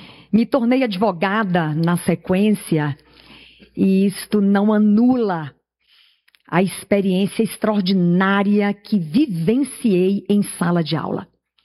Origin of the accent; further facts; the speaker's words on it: Bahia, Brazil; moved away; E a minha mãe, que ainda vive no sertão da Bahia, de onde vim